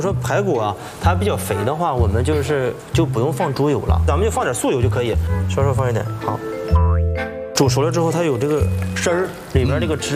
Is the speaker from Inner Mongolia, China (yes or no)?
yes; Chifeng, Inner Mongolia, China; moved away; 感受我们家乡赤峰的这个特色，